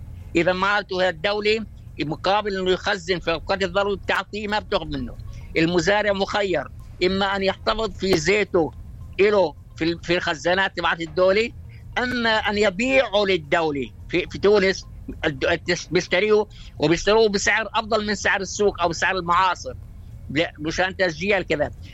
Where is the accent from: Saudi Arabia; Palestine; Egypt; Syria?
Palestine; إحنا كشعب فلسطيني